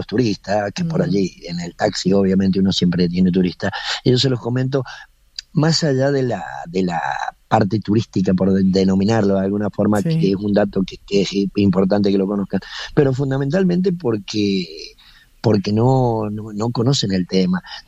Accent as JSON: {"language": "Spanish", "town": "Uspallata", "region": "Mendoza", "country": "Argentina", "tie": "born or raised there", "said": "En Uspallata, que es mi pueblo natal, una FM chiquita."}